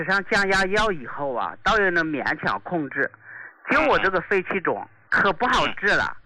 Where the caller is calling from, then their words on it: Shaanxi, China; 我是陕西的一名听众